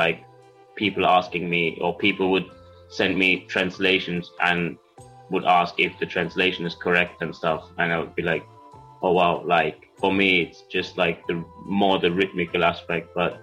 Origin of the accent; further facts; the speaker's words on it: Germany; first language German; English is a second language; I'm from Germany and my main language is German.